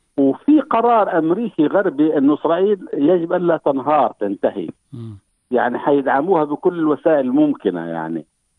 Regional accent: Palestine; كنا نحن كفلسطينيين نعاني أزمة على مستوى الانقسام

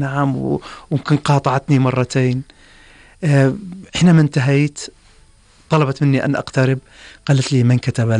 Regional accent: Kufranjah, Ajloun Governorate, Jordan; أنا ولدت في كفرنجي عجلون، وترعرعت في هذا المكان، عشت طفولتي وما زلت،

